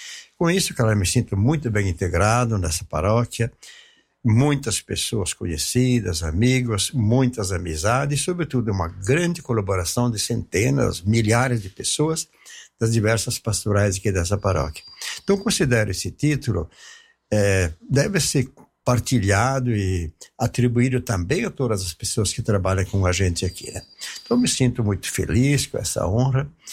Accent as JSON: {"language": "Portuguese", "town": "Taió", "region": "Santa Catarina", "country": "Brazil", "tie": "born there", "said": "Eu nasci no município de Taió, perto de Pouso Redondo, Catarinense."}